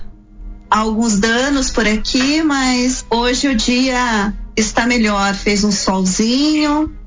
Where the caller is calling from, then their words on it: Ponta Grossa, Paraná, Brazil; Eu estou falando de Ponta Grossa, no Paraná.